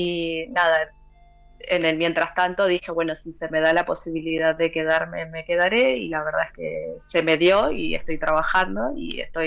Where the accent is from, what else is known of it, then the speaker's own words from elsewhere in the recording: Argentina; somos todos argentinos, nos juntamos argentinos